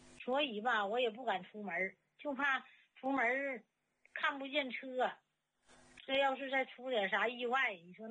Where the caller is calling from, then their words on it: Changchun, Jilin, China; 我是吉林长春的。